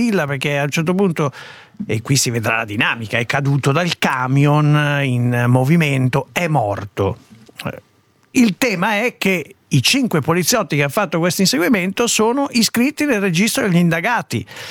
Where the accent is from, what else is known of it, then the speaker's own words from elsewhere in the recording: Lombardy, Italy; E siamo lombardi, cioè vabbè.